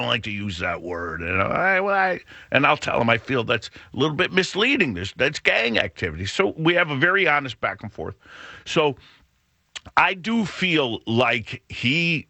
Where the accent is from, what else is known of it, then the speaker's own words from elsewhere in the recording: Morris Cove, Connecticut, United States; born and raised in Morris Cove, that carousel is right down the street from where, you know, where I came up.